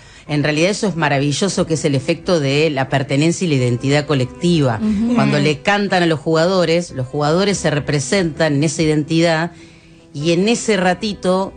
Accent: Argentina; Soy argentino y pertenezco a esta gente

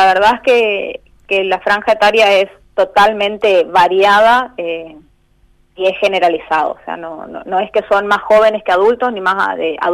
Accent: Argentina

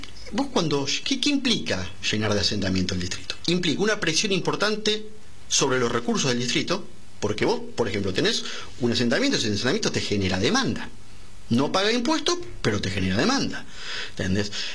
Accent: Argentina

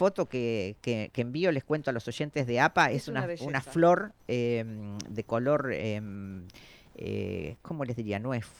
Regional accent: San Pedro, Argentina; yo soy una ciudadana de San Pedro

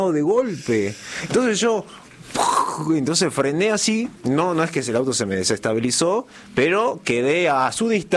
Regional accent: Argentina; porque soy argentino

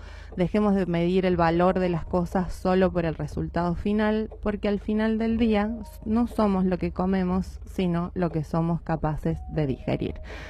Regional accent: Banfield, Buenos Aires Province, Argentina; crecía mucho allá en Banfield, de donde soy yo, en provincia de Buenos Aires

